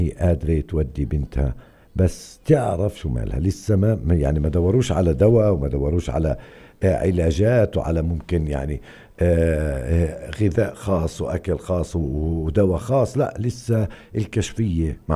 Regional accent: Palestine; عندنا في فلسطين

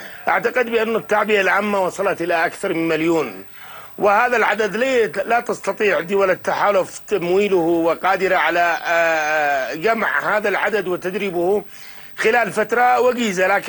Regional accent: Al-Mawasit District, Taiz Governorate, Yemen; now in Sanaa, Yemen; أنا من مديرية المواصلات محافظة تعز أعيش في صنعاء

